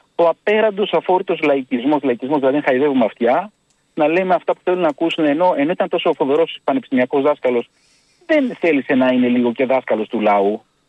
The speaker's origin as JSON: {"language": "Greek", "country": "Greece", "said": "Και εγώ πιστεύω ότι νομίζω πια σαν Έλληνες"}